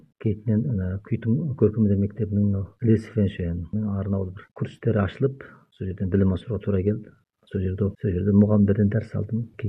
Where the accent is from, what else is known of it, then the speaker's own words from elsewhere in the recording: Shagantogay, Xinjiang, China; Біздің үй мынау Шағантоғай мәдениет үйінің іргесінде болды да